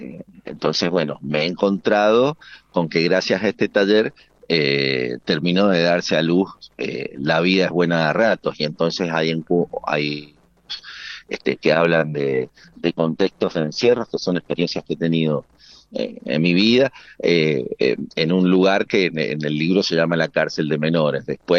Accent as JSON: {"language": "Spanish", "region": "Mendoza", "country": "Argentina", "said": "Creo que soy el único mendocino, o al menos me habría enterado antes que hay otro mendocino en la camada de escritores que vamos a salir ahora."}